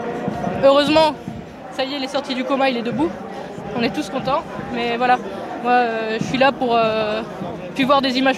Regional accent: Occitanie, France; Alors chez moi dans le Couserans, la SMDEA, voilà, ils mettent des compteurs sur les sources, ils privatisent les sources.

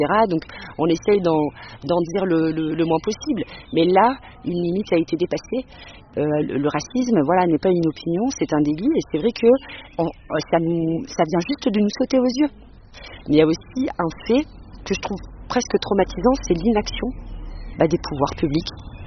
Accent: Espaly-Saint-Marcel, Auvergne-Rhône-Alpes, France; now in Le Puy-en-Velay, France; J'ai grandi à Espalier-Saint-Marcel. J'habite maintenant le Puy.

